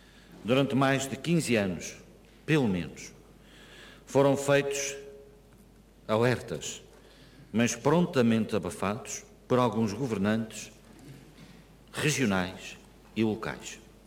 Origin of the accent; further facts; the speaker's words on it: Terceira Island, Azores, Portugal; Durante décadas, crescemos com a base aérea número 4, nas Lajes, como parte integrante da nossa paisagem e da nossa identidade.